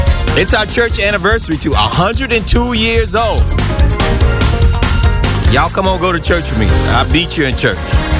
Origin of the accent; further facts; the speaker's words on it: New Orleans, Louisiana, United States; accent: New Orleans; That's my New Orleans accent.